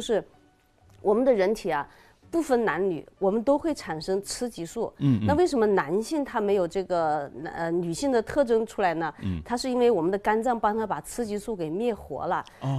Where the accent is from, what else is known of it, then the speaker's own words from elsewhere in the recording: Hunan, China; 我们湖南人